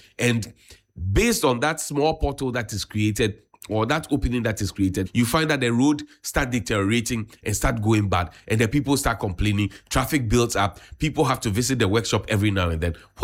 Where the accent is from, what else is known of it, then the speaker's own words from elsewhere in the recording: Accra, Greater Accra, Ghana; I grew up in the Kaneshi Estate.